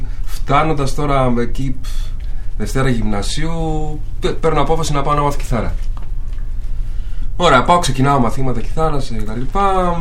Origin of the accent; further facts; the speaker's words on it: Larissa, Thessaly, Greece; moved away; Καταρχήν κατάγομαι από τη Λάρισα.